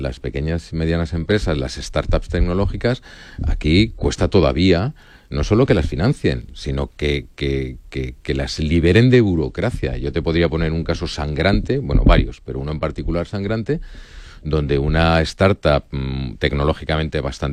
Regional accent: Spain

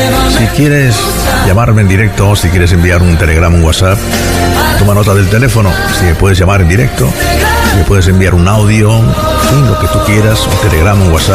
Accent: Murcia, Region of Murcia, Spain; Murcia Capital, mi tierra

